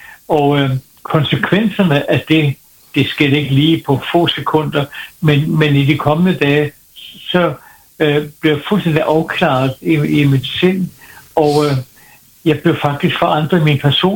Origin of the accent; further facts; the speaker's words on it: Copenhagen, Capital Region of Denmark, Denmark; jeg voksede op i Tabor-menigheden i København, der var en stor ungdomsflok.